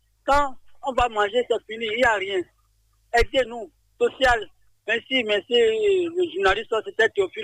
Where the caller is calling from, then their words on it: Cotonou, Littoral, Benin; je vous appelle d'Akpakpa